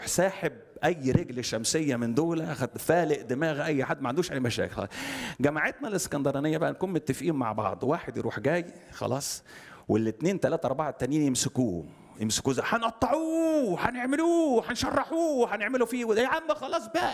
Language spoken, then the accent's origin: Arabic; Alexandria, Alexandria Governorate, Egypt; also born or lived in Upper Egypt; انا اسكندراني صعيدي بس اسكندراني.